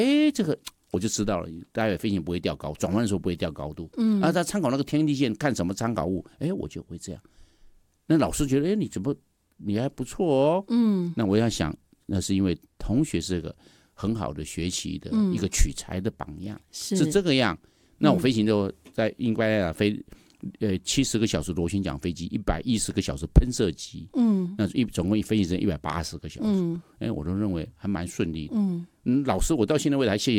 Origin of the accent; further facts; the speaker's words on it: Tainan, Taiwan; 我第一志愿填台南机场，因为我台南人啊。我当然填台南，离家近